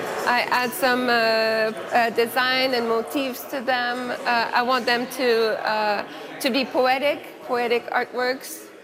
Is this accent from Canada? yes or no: yes; Aylmer, Quebec, Canada; I grew up partly in Elmer, Quebec, so just on the other side of the river from the National Gallery. I used to come to Ottawa all the time. This is my place. This is where I grew up.